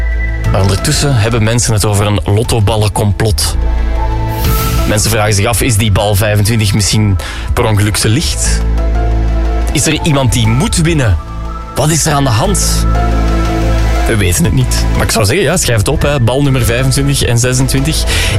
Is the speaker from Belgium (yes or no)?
yes; Belgium; En als Belgen mogen we ook enorm trots zijn op Remco Evenepoel